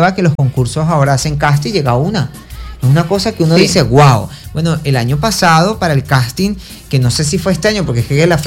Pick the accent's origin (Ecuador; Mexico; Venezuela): Venezuela; Caracas, Capital District; born there; uno que es de Caracas, yo nací en Caracas